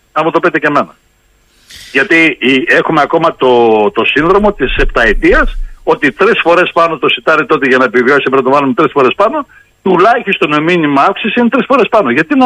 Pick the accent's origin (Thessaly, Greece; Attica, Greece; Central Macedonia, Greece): Thessaly, Greece; Εγώ ζω σε μια περιφέρεια, η οποία είναι στερεά Ελλάδα, αλλά το χωριό μου γεωγραφικά είναι μέσα στη Θεσσαλία.